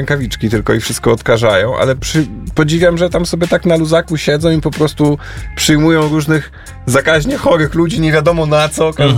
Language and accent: Polish; Warsaw, Masovian Voivodeship, Poland; jako my warszawiacy